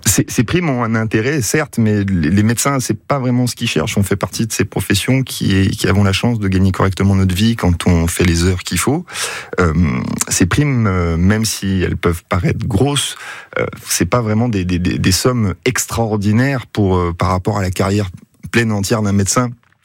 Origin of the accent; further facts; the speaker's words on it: Provence-Alpes-Côte d'Azur, France; born there; moved away as an adult; also born or lived in Marseille; now in Cotentin, France; j'ai fait mes études à Marseille, je suis sudiste, je suis né dans le Vaucluse, je vis ici et j'en suis très heureux et je changerai pas.